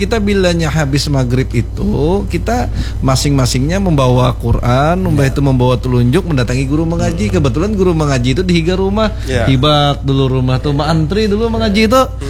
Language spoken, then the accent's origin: Indonesian; Banjar, South Kalimantan, Indonesia; kita orang Banjar ini